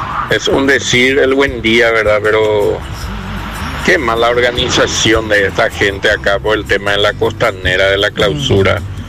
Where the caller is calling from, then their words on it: Luque, Central, Paraguay; Nosotros vinimos de Luque a Asunción para trabajar